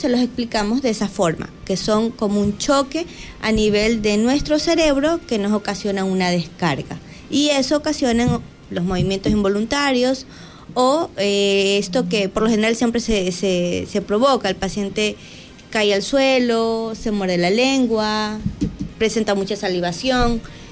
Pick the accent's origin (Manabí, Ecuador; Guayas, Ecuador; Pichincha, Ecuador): Manabí, Ecuador; Río Chico; yo vengo de Río Chico.